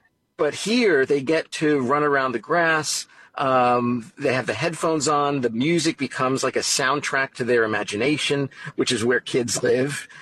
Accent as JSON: {"language": "English", "town": "Brooklyn", "region": "New York", "country": "United States", "tie": "born or raised there", "said": "You know, growing up in New York, I grew up with music, starting with piano lessons as a little kid, five, 6 years old. My folks still live in the same house in Brooklyn, New York"}